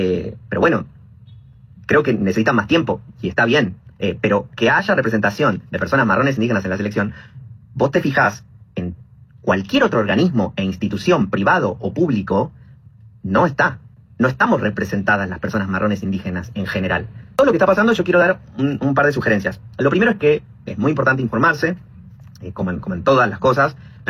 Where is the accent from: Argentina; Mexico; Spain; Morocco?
Argentina; yo soy un argentino marrón, muestro mi perfil, también puedo mostrar ahora mi pelo, mi pelo largo indígena.